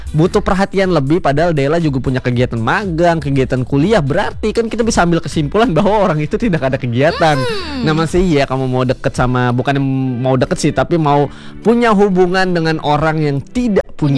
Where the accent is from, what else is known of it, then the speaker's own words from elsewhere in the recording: France; now in Indonesia; Iya, tapi aku gede di Prancis. Dia di Indonesia, jauh.